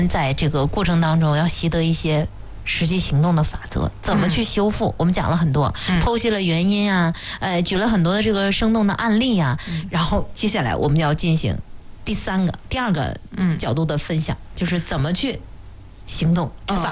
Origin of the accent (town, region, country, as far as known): China